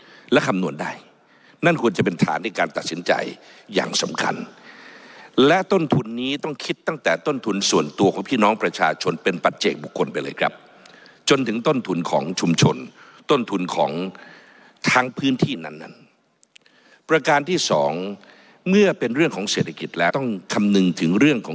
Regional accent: Bangkok, Thailand; born there; กระผมเป็นชาวกรุงเทพมหานครโดยกำเนิด

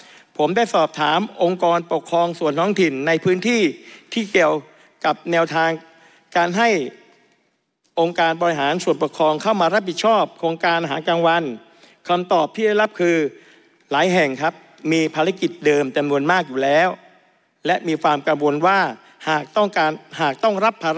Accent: Surat Thani, Thailand; ผมเป็นคนจังหวัดสุราษฎร์ธานีดังคำฝันคือเมืองร้อยเกาะ

